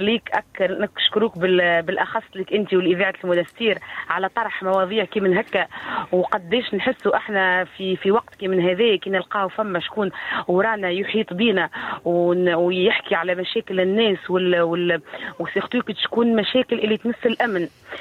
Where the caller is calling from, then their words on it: Tunisia; احنا من اول الدهر احنا نحكيه باسم حومتنا وباسم الحوم اللي في تونس كاملة.